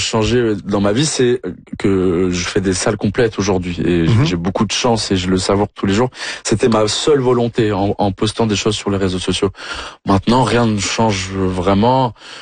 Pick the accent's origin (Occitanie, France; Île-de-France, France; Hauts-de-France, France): Occitanie, France